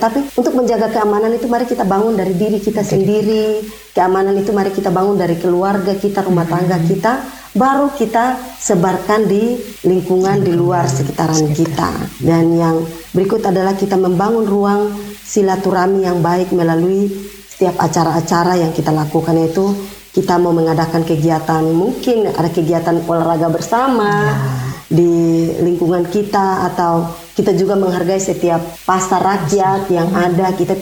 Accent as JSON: {"language": "Indonesian", "region": "South Papua", "country": "Indonesia", "said": "sebagai warga Bovendigul"}